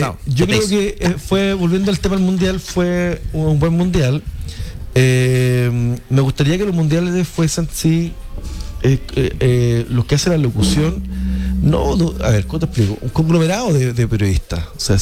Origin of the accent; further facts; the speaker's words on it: Chile; now in China; yo soy chileno